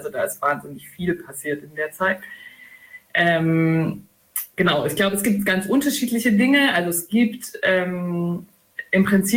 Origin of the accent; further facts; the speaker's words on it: Jena, Thuringia, Germany; wir kommen aus Jena